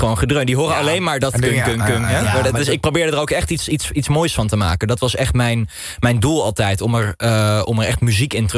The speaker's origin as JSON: {"language": "Dutch", "town": "Castricum", "region": "North Holland", "country": "Netherlands", "said": "Ik ben dus niet, zoals jullie twee, christelijk opgevoed. Dus ik kom uit Castricum. En Castricum is in de jaren 60 eigenlijk meteen geseculariseerd."}